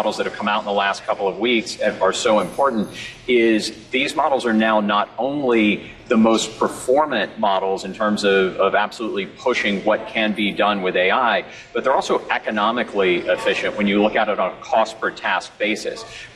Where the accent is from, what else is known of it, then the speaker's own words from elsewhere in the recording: Alabama, United States; There's a data center, Paul referenced, you know, my home state of Alabama.